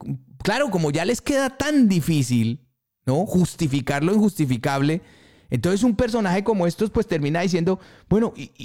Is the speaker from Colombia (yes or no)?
yes; Colombia; moved away; Yo soy colombiano, joder. Y yo tengo ya mis años. Y yo he vivido en Colombia, evidentemente. Y cuando no he vivido en Colombia, he viajado a Colombia